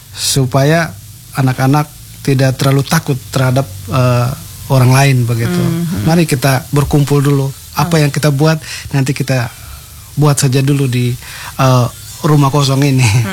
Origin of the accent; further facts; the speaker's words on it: East Nusa Tenggara, Indonesia; saya sebagai putra asli dari kampung Dutupau